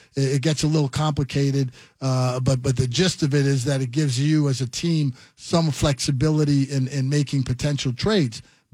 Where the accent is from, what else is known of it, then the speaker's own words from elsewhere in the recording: East Coast, United States; growing up in the East Coast